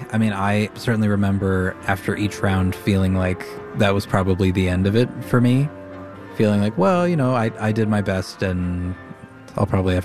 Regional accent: Minneapolis, Minnesota, United States; I am so honored and thrilled that it's here in my hometown.

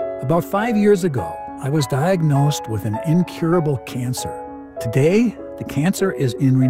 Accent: Minneapolis, Minnesota, United States; I'm from Minneapolis.

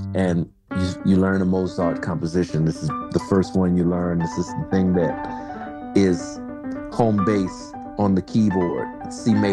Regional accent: Kenner, Louisiana, United States; You know, I'm a kid from Kenner, Louisiana, who grew up in a musical family and a musical environment. And then I went to Juilliard.

